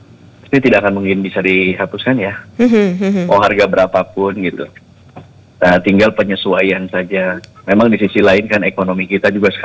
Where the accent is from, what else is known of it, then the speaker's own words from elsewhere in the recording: West Java, Indonesia; kita Jawa Barat atau saya di Bandung gitu